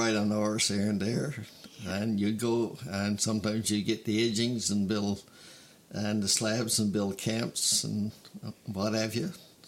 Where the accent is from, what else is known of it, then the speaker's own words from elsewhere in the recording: Birchy Head, Newfoundland and Labrador, Canada; I was born in Birchiehead and reared up in Birchiehead and lived there most of my life.